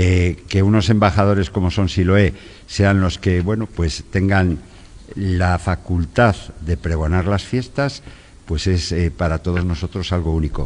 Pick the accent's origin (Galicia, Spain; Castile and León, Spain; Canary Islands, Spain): Castile and León, Spain; Valladolid; cómo somos los vallisoletanos